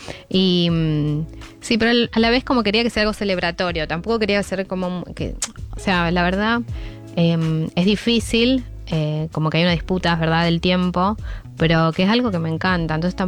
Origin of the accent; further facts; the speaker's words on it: Rafaela, Santa Fe, Argentina; mi vínculo con Rafaela como que sí, es muy fuerte